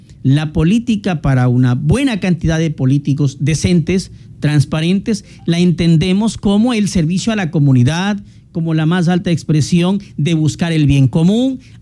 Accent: Santo Domingo, Santo Domingo de los Tsáchilas, Ecuador; soy de Santo Domingo, conozco, he vivido la realidad de Santo Domingo todos sus días. Aquí crecí, aquí me eduqué, aquí he ejercido mi profesión, aquí he sido funcionario público

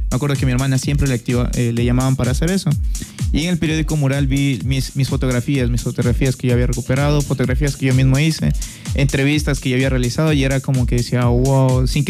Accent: Pedro Vicente Maldonado, Pichincha, Ecuador; moved away as an adult; now in Santo Domingo, Ecuador; cuando soy de Pedro Vicente

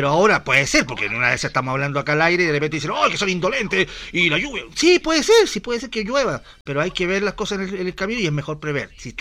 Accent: Santiago, Santiago Metropolitan Region, Chile; yo soy del Poniente.

